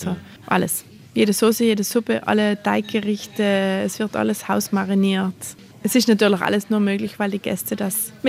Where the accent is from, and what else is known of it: Trentino-Alto Adige, Italy